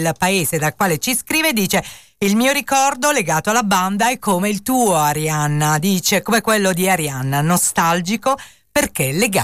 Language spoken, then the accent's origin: Italian; Monopoli, Apulia, Italy; anch'io sono di Monopoli